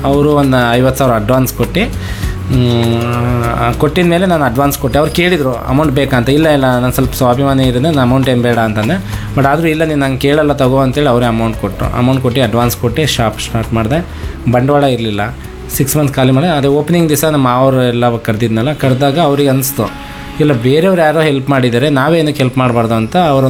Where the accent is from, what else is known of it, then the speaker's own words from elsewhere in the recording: Beeranakere, Karnataka, India; born there; also born or lived in Harihara / Shivamogga; ನಾನು ಬೀರಂಕೆರೆ ಊರು ನಾನು ಹುಟ್ಟಿದ್ದು ಬೀರಂಕೆರೆಯಲ್ಲಿ